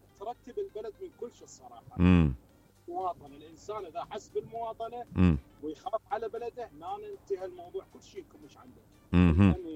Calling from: Switzerland; والله بسويسرا.

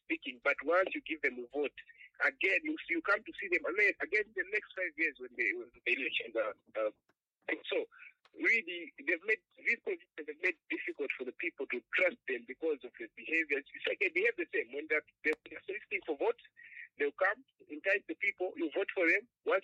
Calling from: Lusaka, Lusaka Province, Zambia; I'm calling from Lusaka.

